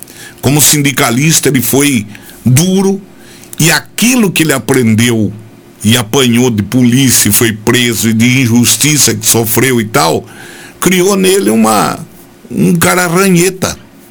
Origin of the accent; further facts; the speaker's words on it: Brazil; Eu, como brasileiro, fico orgulhoso disso.